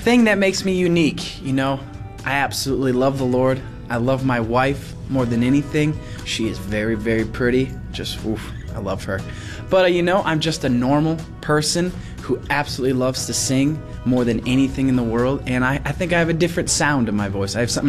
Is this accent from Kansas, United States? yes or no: no; Tipp City, Ohio, United States; I'm from Tip City, Ohio.